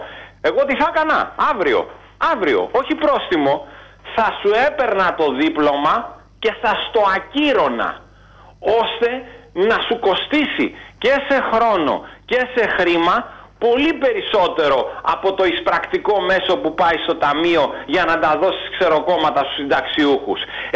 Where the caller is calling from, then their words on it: Greece; εγώ ντρέπομαι πλέον που είμαι Έλληνας και είμαι σε αυτό το κράτος.